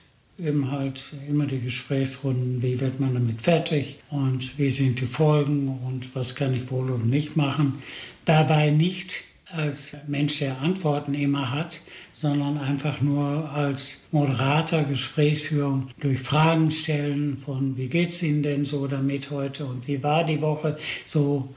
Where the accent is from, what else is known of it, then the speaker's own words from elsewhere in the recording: Netherlands; now in Germany; als Niederländer, sage ich jetzt mal